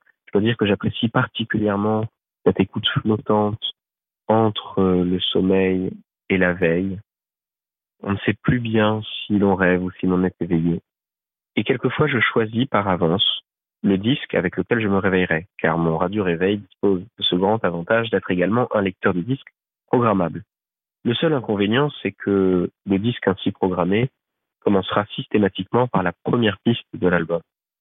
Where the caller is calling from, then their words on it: Paris, Île-de-France, France; je vis à Paris.